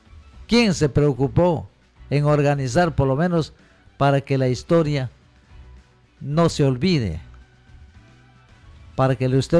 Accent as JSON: {"language": "Spanish", "country": "Peru", "said": "Nos estamos olvidando a que somos peruanos."}